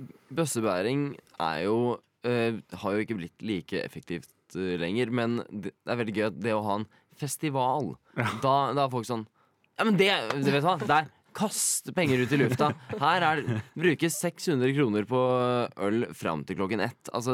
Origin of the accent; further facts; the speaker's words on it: Oslo, Norway; jeg er fra Oslo.